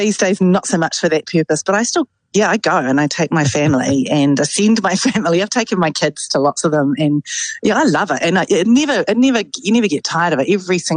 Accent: Tauranga, Bay of Plenty, New Zealand; We did grow up in the country. Okay. I grew up in Kiwi Fruit Orchards. We both grew up on a Kiwi Fruit Orchard. I was in Tauranga and she was in Whakatane.

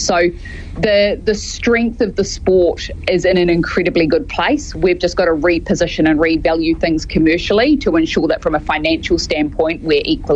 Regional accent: Auckland, New Zealand; So I grew up out in West Auckland.

